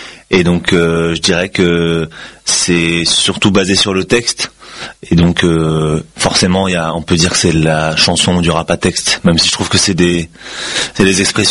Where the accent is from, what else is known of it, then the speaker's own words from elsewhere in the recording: Nanterre, Île-de-France, France; now in Paris, France; Je suis originaire de Nanterre dans le 92.